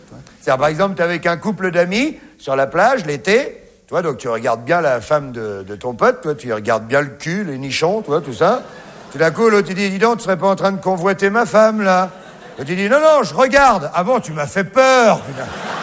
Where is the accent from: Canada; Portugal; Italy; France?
France; Hein, vous avez vu, chez nous, en France, ils ont dit, ah oui, oui, oui.